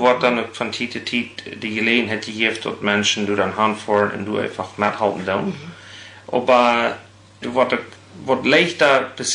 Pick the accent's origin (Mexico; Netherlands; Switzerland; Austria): Mexico; Rubio, Chihuahua; Ich bin in Rubio geboren, also das ist du von Cuauhtémoc, 40 Kilometer im Norden.